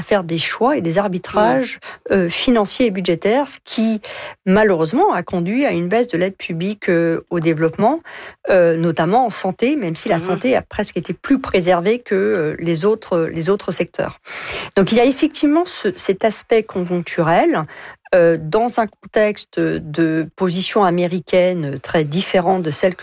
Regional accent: France; Je suis française, c'est aussi dans l'intérêt de la France.

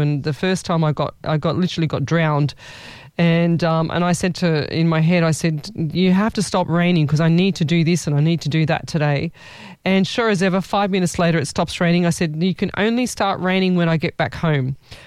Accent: Sydney, New South Wales, Australia; We're from Sydney, New South Wales, Australia there, Chloe.

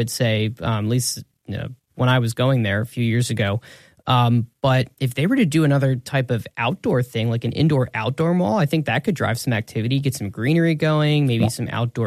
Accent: Philadelphia, Pennsylvania, United States; just growing up in Philadelphia City, you didn't really see too many green areas too much.

